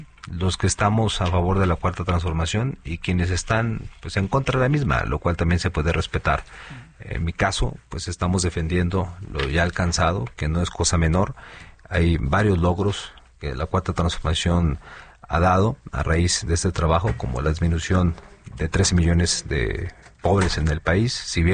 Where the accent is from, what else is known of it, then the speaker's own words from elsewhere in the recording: Zacatecas, Mexico; Entonces es un tema donde hay que enaltecer pues no solamente lo que somos como zacatecanos, sino lo que podemos ofrecer hacia el exterior.